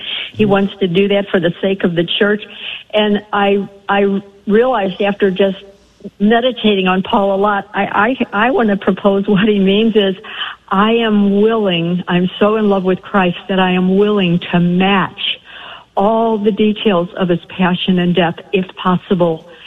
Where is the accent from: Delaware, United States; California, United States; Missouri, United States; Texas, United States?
Missouri, United States; St. Louis; now in Kansas City, United States